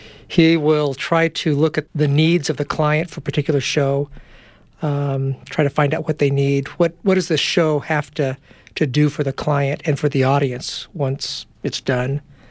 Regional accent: Palm Springs, California, United States; Well, I grew up in California in Palm Springs and was really always kind of interested in photography, but loved science.

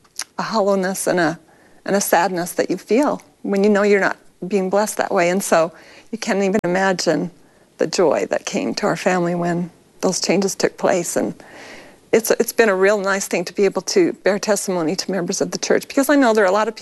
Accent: Monticello, Utah, United States; Yes, I was born and raised in Monticello, Utah. It was a great place to be raised. It's a small town, and my father was in livestock, so we were around animals all our lives

